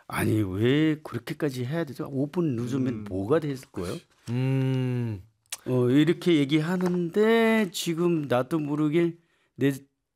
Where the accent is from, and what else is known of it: Nepal; Korean is a second language; moved away as an adult; now in South Korea